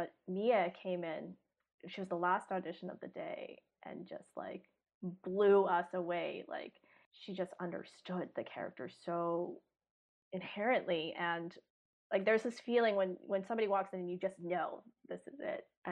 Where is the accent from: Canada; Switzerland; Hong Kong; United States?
Hong Kong; when I was growing up in Hong Kong